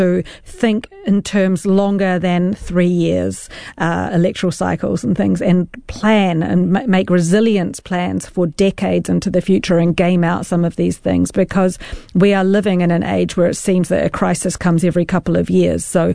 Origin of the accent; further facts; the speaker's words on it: New Zealand; For me, I'm a New Zealander. I'm here in New Zealand and it was time for me to refocus on my own country.